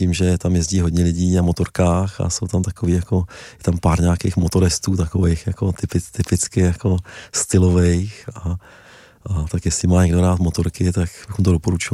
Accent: Bohemia, Czechia; já jsem že jsem z Čech, jako zvyklý na to, že jsou všude turistické cesty.

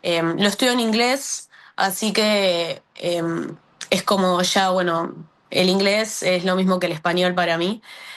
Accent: La Plata, Buenos Aires Province, Argentina; moved away as an adult; also born or lived in Dublin, Ireland; now in Valencia, Spain; Nací en La Plata y estoy en Europa hace 4 años ya. Primero me mudé a Dublín como una cosa de experiencia de vida.

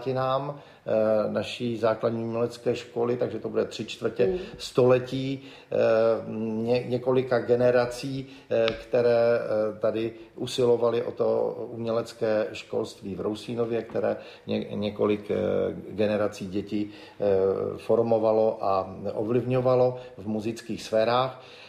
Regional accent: Zlín, Zlín Region, Czechia; Ano, jsem Valach. Rodák ze Zlína, což je taková brána Valašska.

